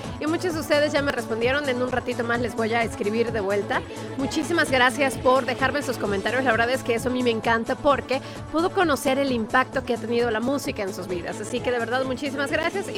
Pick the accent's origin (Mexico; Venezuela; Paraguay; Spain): Mexico; unirnos como mexicanos